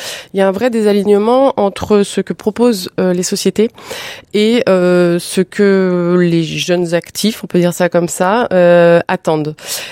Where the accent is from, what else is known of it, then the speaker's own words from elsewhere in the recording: Lyon, Auvergne-Rhône-Alpes, France; Moi je suis lyonnaise, j'étais déjà sur Lyon